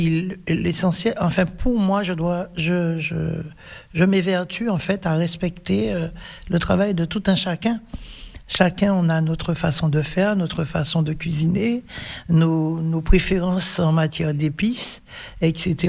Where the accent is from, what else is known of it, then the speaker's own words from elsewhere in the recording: Saint-Pierre, Martinique; Je suis originaire de la Martinique, de la commune de Saint-Pierre